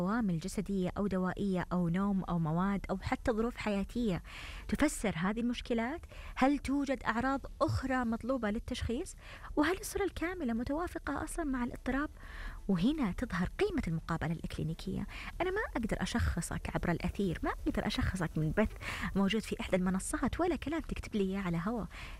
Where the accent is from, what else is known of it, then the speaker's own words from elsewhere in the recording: Saudi Arabia; عندنا في السعودية